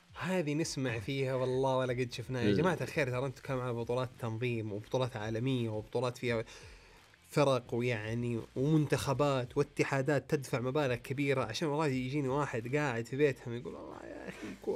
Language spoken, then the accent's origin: Arabic; Saudi Arabia; كلنا يمكن كسعوديين